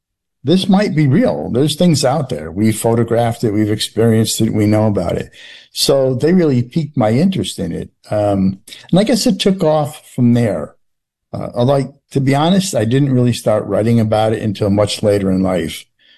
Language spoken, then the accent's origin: English; New England, United States; So, I grew up in New England, and, anytime you're anywhere in New England, you don't have to walk more than 5 or 6 feet before you come across some bit of history